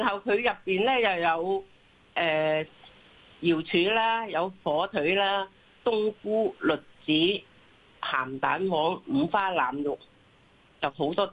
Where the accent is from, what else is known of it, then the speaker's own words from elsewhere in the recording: Zhongshan, Guangdong, China; 我哋系中山人嚟嘅